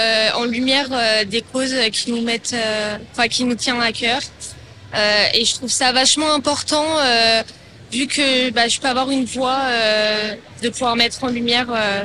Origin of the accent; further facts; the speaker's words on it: Albertville, Auvergne-Rhône-Alpes, France; j'ai 24 ans, je suis originaire d'Albertville.